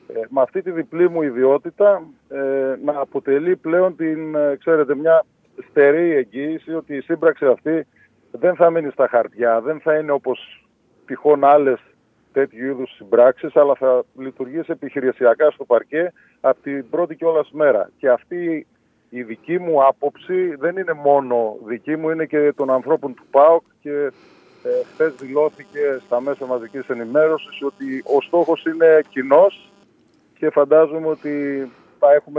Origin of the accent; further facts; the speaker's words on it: Agrinio, Western Greece, Greece; moved away; μετά από πολλά χρόνια απουσίας από την ευρύτερη περιοχή, όχι μόνο από τα Αγρίνιο, επέστρεψα το τελευταίο διάστημα, μετά από μια πορεία, εν πάση περιπτώσει, τόσο στην Ελλάδα όσο και στο εξωτερικό.